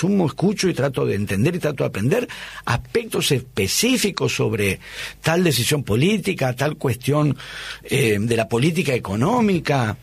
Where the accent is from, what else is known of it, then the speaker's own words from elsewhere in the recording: Buenos Aires, Argentina; born there; Defensores de Belgrano también, porque yo soy de ese barrio.